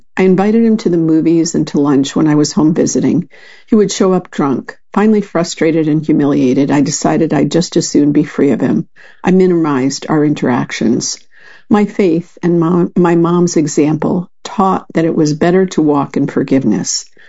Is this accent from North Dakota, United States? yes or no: no; Nashville, Tennessee, United States; born there; I was born in Nashville, the younger of two kids.